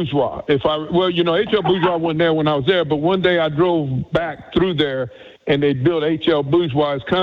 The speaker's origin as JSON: {"language": "English", "town": "Houma", "region": "Louisiana", "country": "United States", "tie": "born or raised there", "moved": "yes", "said": "I grew up on Everett Street"}